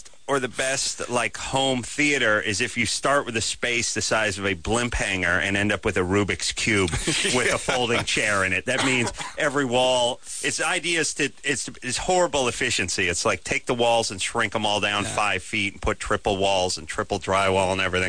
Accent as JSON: {"language": "English", "town": "Los Angeles", "region": "California", "country": "United States", "tie": "born or raised there", "said": "My hometown of North Hollywood sadly used to be the porn capital of the world."}